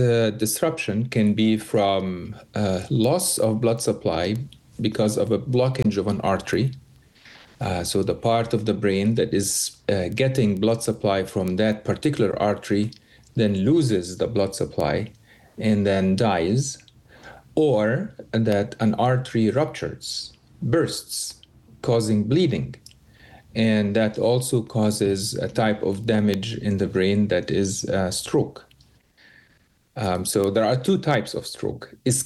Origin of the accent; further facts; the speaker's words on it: Egypt; moved away as an adult; now in United States; I'm from Egypt originally. I went to medical school in Egypt, Cairo, Egypt, and I did my residency training there as well.